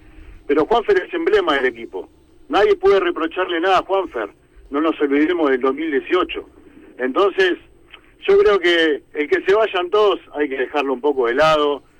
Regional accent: Lomas de Zamora, Buenos Aires Province, Argentina; Soy de Loma de Zamora.

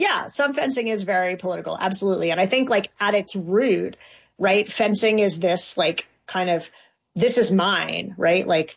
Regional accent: East Coast, United States; now in Colorado, United States; So I'm originally from the East Coast, although I've lived in Colorado for 20 something years.

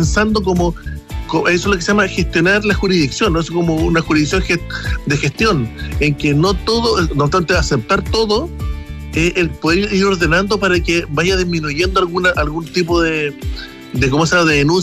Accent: Chile; Claro, como buen chileno.

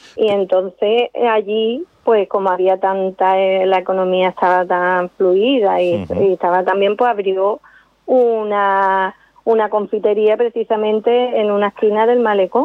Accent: Cádiz, Andalusia, Spain; Yo de pequeña siempre he estado en Cádiz y mi familia toda era de Cádiz.

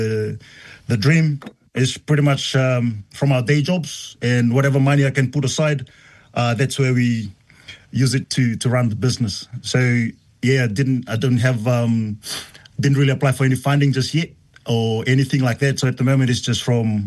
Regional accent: Fiji; Because I'm from Kanavea Vune Tavuni. When I grew up in the village, they called me

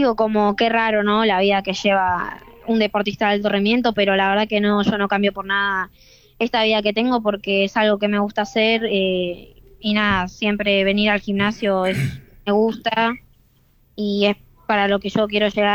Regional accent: Pilar, Buenos Aires Province, Argentina; Sí, soy de Pilar.

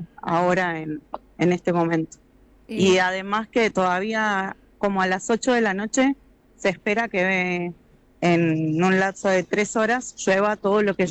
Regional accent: Argentina; moved away as an adult; now in Chile; Han sido semanas difíciles para un argentino acá en Chile.

